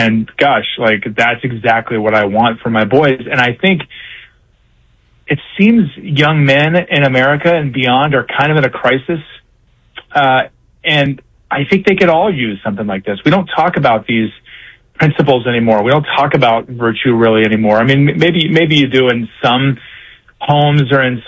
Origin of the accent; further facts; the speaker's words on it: Columbus, Ohio, United States; moved away as an adult; also born or lived in Washington, D.C.; now in California, United States; I'm originally from Columbus, Ohio.